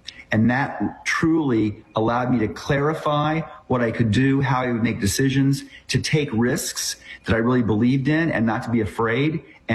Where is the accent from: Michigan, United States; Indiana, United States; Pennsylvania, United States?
Indiana, United States; I grew up in southern Indiana in a very rural town, 100 people.